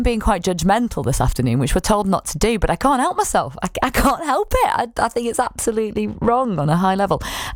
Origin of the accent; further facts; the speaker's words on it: United Kingdom; We're British.